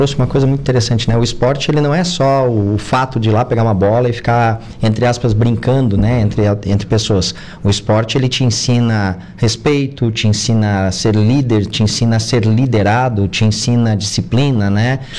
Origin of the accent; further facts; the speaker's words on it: Uruguaiana, Rio Grande do Sul, Brazil; moved away; also born or lived in Paraná; Comecei no Paraná, sou gaúcho também, de Uruguaiana.